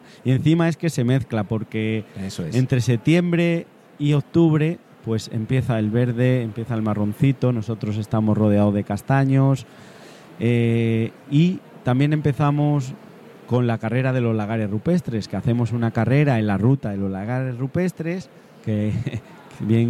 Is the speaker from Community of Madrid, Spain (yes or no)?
no; San Esteban de la Sierra, Castile and León, Spain